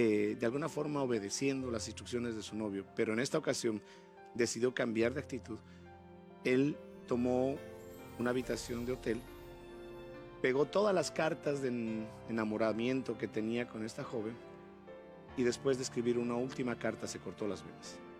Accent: Bolivia

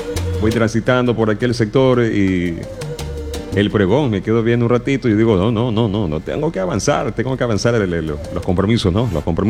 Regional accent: Ecuador; porque no todos los ecuatorianos somos impuntuales

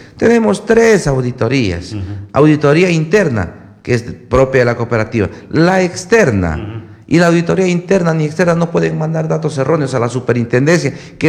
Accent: Catamayo, Loja, Ecuador; yo soy de Catamayo.

